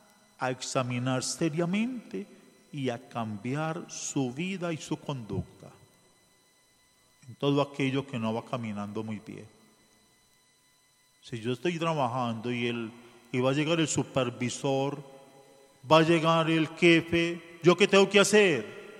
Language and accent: Spanish; Antioquia, Colombia; como buenos antioqueños dejamos todo para última hora.